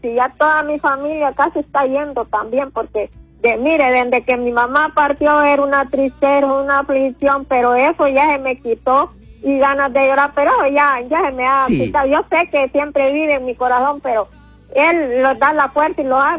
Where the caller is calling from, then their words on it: San José de Comayagua, Comayagua, Honduras; De aquí, usted... de San José de Comayagua.